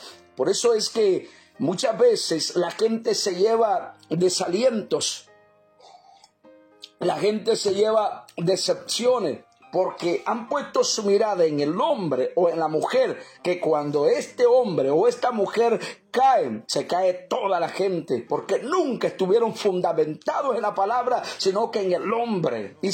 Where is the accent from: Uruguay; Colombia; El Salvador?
El Salvador; él es de Pensilvania y yo vengo de El Salvador.